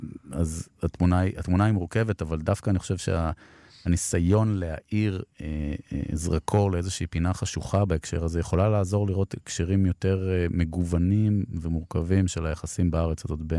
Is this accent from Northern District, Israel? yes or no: yes; Northern District, Israel; born there; moved away; נחל אסי, שזה הקיבוץ השכן לקיבוץ שבו נולדתי.